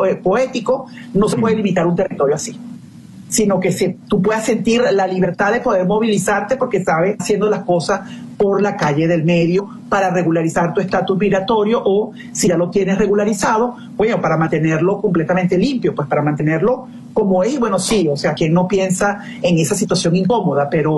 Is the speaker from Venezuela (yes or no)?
yes; Venezuela; now in United States; hablo mucho de la experiencia como venezolana, ¿no? Más allá de la migrante que está en los Estados Unidos, es como venezolana